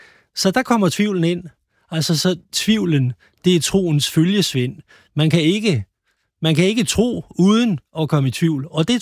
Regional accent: Herlev, Capital Region of Denmark, Denmark; Men der var en præst i Herlev, hvor jeg kommer fra, der bad om, da jeg var 10 år, at jeg måtte blive præst.

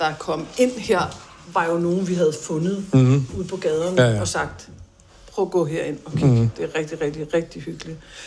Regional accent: Bornholm, Capital Region of Denmark, Denmark; Jeg følte lidt, at jeg var med i sådan en dårlig dansk film om, og det er at komme til provinsen som bornholmer.

